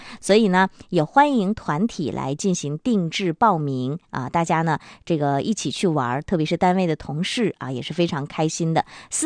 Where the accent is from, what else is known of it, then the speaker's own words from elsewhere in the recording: Northeast China, China; 这可以说也是属于我们东北人的一个出境的福利